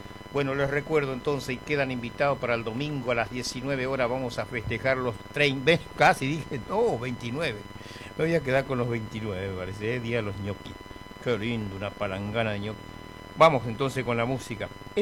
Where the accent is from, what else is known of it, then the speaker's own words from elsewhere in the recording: Presidencia de la Plaza, Chaco, Argentina; born there; now in Ushuaia, Argentina; Saludamos a la gente de mi pueblo, Presidencia de la Plaza, Chaco, mi pueblo.